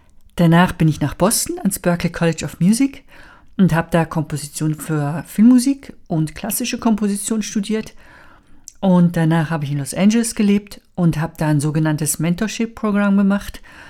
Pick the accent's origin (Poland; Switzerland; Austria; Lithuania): Switzerland; moved away as an adult; also born or lived in Italy / United States; now in Germany; ich bin in der Schweiz aufgewachsen. Meine Eltern, meine Vorfahren sind aber Deutsche. Dann habe ich 6 Jahre in Italien gelebt, 3 Jahre USA